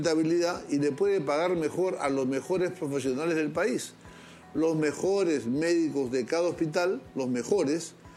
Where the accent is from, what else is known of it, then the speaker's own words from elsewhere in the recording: Peru; como peruano, como ciudadano